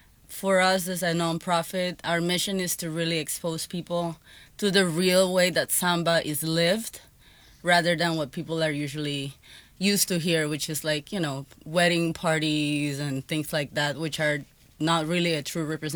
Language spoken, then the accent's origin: English; San Andrés and Providencia, Colombia; now in Miami, United States; Oh, I'm from St. Andrews. I'm from the Raizal Nation, politically Colombian.